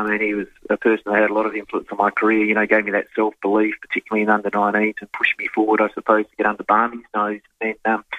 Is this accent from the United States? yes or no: no; Adelaide, South Australia, Australia; I grew up in Ross Trevor, so, out in the northeastern suburbs, and went to Campbelltown High School